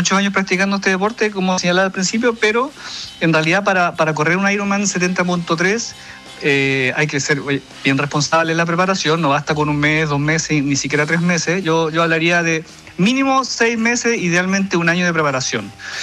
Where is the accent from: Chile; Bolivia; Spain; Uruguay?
Chile; Temuco, Araucanía; moved away as an adult; also born or lived in La Serena, Chile; now in Valdivia, Chile; yo soy oriundo de Temuco. Estuve viviendo por trabajo en La Serena casi 5 años y desde hace 3 años, por motivos laborales también, me he radicado en Valdivia junto a mi familia.